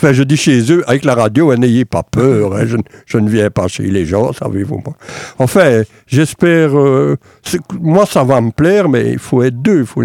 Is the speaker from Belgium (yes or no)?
yes; Liège, Wallonia, Belgium; En fait, je viens en effet de Benezet. Pour vos auditeurs de la région qui ne savent peut-être pas vraiment où c'est sur les hauteurs de Liège.